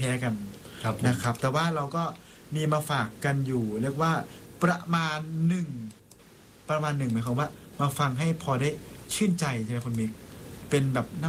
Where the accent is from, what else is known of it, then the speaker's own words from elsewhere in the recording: Isan, Thailand; คนไทยเราโดยเฉพาะชาวอีสานเนี่ยจะรักในวัฒนธรรมความเป็นบ้านเกิดของเราขนาดน